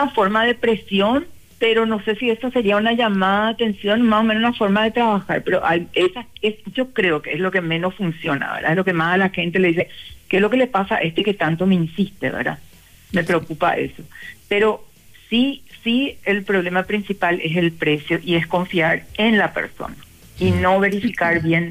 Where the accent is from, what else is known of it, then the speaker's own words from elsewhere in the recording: Asunción, Paraguay; en Asunción nos conocemos todos